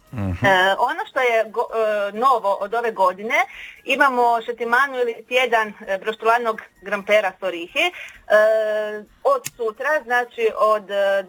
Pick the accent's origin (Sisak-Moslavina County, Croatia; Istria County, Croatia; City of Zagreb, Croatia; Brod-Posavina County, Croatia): Istria County, Croatia; Kaštelir; Znači, samo kod nas u Kašteliru se za krumpir kaže gramper, tako da smo mi po tome poznati.